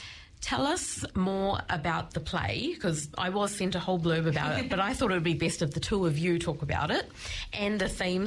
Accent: India; So, you know, like, I'm Indian, but, you know, like, we kind of relate

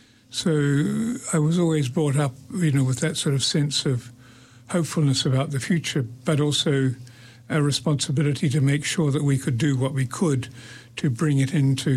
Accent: Opotiki, Bay of Plenty, New Zealand; born there; Oh, I was born in Opotiki in 1946.

